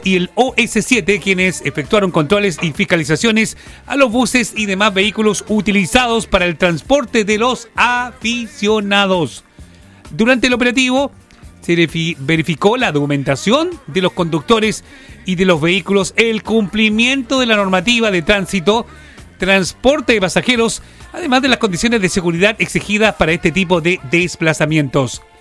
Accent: Chile; Así somos los chilenos, ¿qué le vamos a hacer?

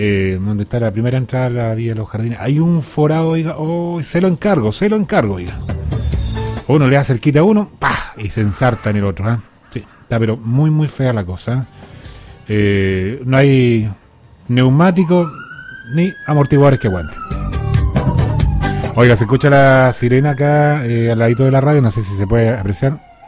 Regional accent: Chile; Así somos los chilenos

